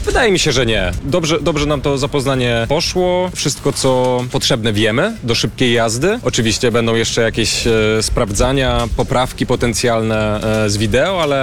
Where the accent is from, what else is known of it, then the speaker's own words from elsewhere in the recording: Silesian Voivodeship, Poland; Tak, no może jestem mało obiektywny, to jestem ze Śląska, także no, bardzo się cieszę, że Rajd Polski przyszedł na Śląsk